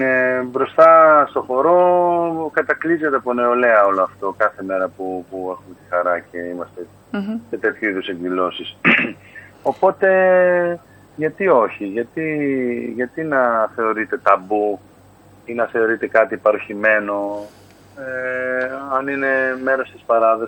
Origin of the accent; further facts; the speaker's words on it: Lemnos, North Aegean, Greece; να τιμήσω τον τόπο μου